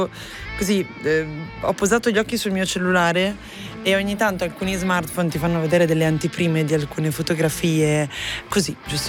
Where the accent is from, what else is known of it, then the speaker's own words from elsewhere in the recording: Milan, Lombardy, Italy; Forse perché sono milanese?